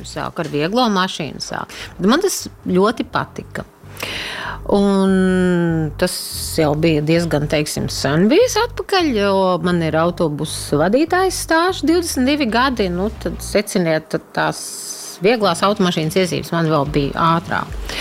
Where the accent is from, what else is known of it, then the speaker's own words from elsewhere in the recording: Ventspils, Courland, Latvia; es esmu no Ventspils, no Kurzemes